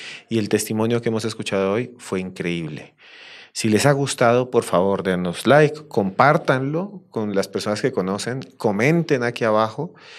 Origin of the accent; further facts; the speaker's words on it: Bogotá, Bogotá Capital District, Colombia; Yo soy de Bogotá.